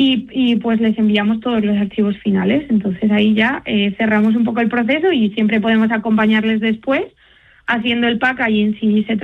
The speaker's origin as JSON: {"language": "Spanish", "region": "Castile and León", "country": "Spain"}